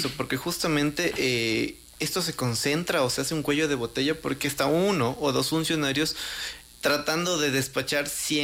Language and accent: Spanish; Ecuador; Como ecuatoriano no lo quiero